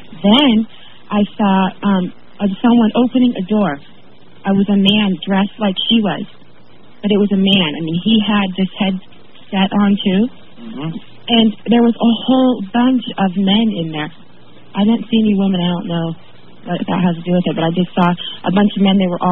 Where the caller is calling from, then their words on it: Auburn, Washington, United States; I'm from Auburn, Washington.